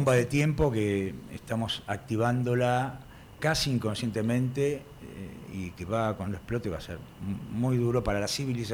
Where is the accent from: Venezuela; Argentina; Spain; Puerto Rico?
Argentina; somos los argentinos.